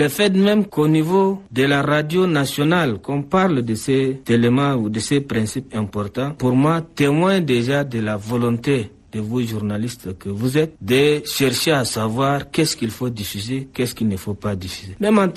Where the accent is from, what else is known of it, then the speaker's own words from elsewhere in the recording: Chad; Par exemple, chez nous au Tchad, dans la plupart des cas, on a ce qu'on appelle nos chefs de race et autres qui se réunissent quand il y a une infraction.